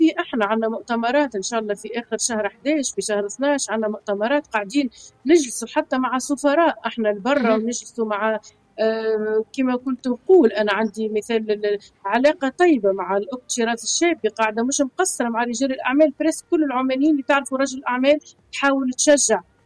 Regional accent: Tunisia; نتشرف اللي احنا كوادر تونسية في هذه القضايا، علاش ماهوش في بلادنا؟

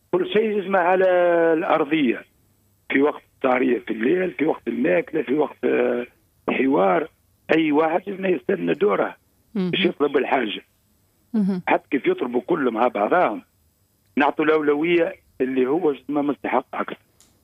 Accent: southern Tunisia, Tunisia; تربينا في الجنوب

